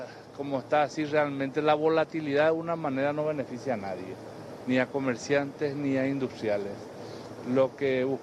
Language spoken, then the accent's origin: Spanish; Paraguay